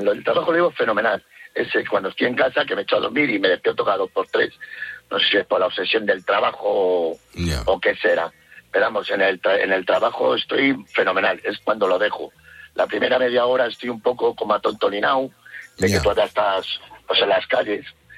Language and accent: Spanish; Madrid, Community of Madrid, Spain; born there; Yo tengo 57, nacido en Madrid.